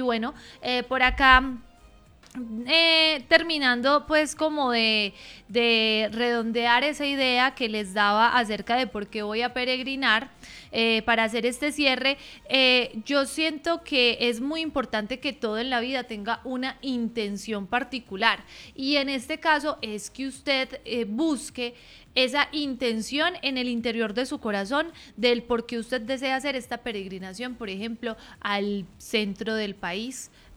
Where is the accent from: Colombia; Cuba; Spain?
Colombia; vamos a estar todos unidos como colombianos, esa nación que tanto ama este deporte